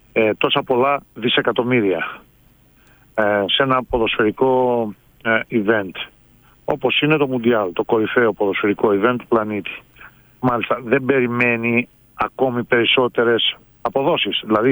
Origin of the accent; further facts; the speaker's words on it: Greece; επειδή είμαστε Έλληνες